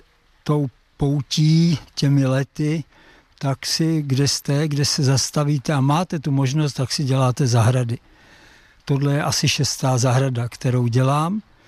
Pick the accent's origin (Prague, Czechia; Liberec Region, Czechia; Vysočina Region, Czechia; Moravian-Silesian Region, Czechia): Liberec Region, Czechia; Liberec; born there